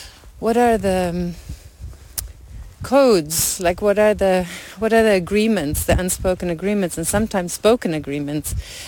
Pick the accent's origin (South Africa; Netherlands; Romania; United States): Romania; like you come from the States and I come from Romania